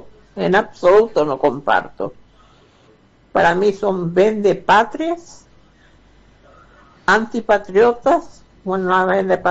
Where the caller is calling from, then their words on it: Paraguay; como ciudadana paraguaya